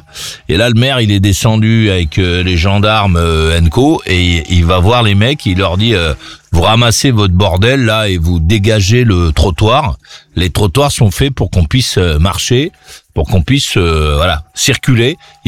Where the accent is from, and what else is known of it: France